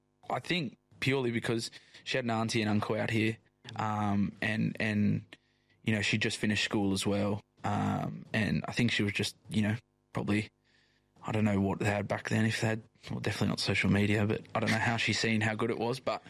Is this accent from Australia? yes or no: yes; Australia; born there; moved away as an adult; also born or lived in England; I sort of did the opposite when I finished school, went over to England and unintentionally stayed there.